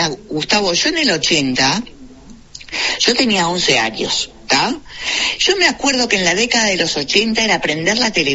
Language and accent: Spanish; Uruguay; lo digo como ciudadana uruguaya y una persona adulta pensante.